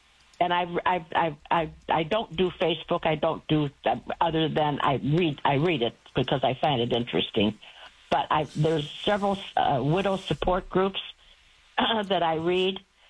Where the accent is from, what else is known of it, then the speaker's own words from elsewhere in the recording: Chicago, Illinois, United States; accent: Chicago; moved away as an adult; now in Spring, Texas, United States; And as you probably can hear, I am not a born Texan. Everybody keeps telling me I still have my Chicago accent